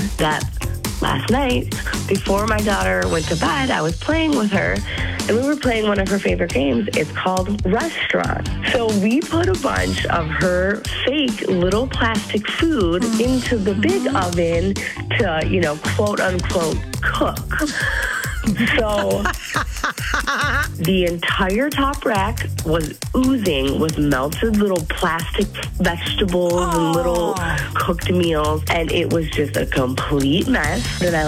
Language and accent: English; Madison, Wisconsin, United States; I'm from Madison and I need to learn how to use an oven apparently.